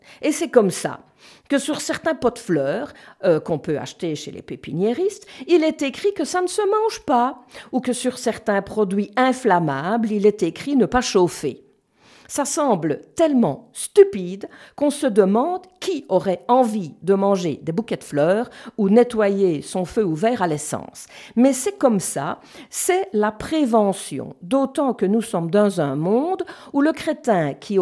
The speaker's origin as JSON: {"language": "French", "country": "Belgium", "said": "Chez nous"}